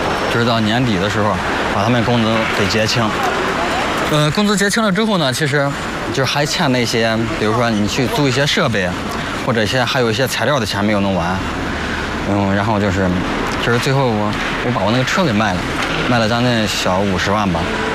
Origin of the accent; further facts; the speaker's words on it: Henan, China; 就是用我们河南话说，就是看着我心里比较愉悦。